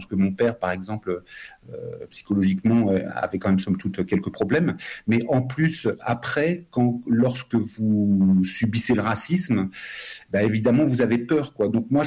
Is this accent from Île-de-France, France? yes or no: yes; Fontainebleau, Île-de-France, France; born there; now in Ariège, France